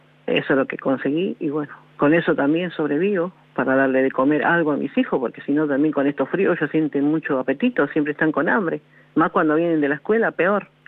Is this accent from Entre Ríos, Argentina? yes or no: no; Villa Rosa, Buenos Aires Province, Argentina; Yo acá de Villa Rosa soy.